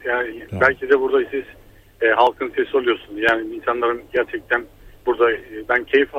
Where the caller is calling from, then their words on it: Denizli, Turkey; Öncelikle Deniz'den katılıyorum. Pamukkale Beyaz Cennet'ten sevgi ve saygılar sunuyorum.